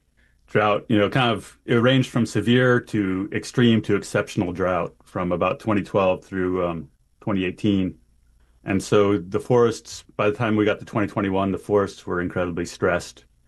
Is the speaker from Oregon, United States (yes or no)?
no; Lassen County, California, United States; I'm from Lassen County, have family in Plumas County.